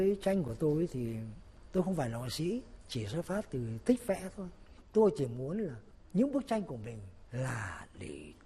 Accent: Bac Giang, Vietnam; born there; now in Hanoi, Vietnam; quê tôi là ở Bắc Giang. Thế bây giờ tôi sống ở Hà Nội cũng lâu rồi, từ năm 51 cơ.

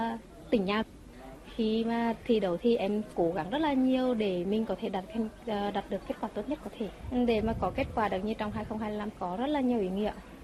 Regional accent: Hà Tĩnh, Vietnam; Mình là người sinh ra ở Hà Tĩnh và lớn lên ở Hà Tĩnh, mà được tham gia đội tuyển quốc gia và khoác áo đội tuyển quốc gia thi đấu cho đất nước

